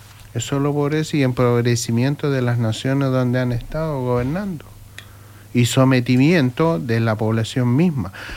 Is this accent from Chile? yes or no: yes; Chile; somos los chilenos